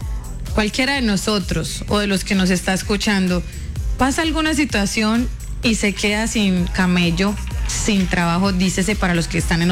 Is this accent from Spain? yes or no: no; Venezuela; De mi finca allá en Venezuela.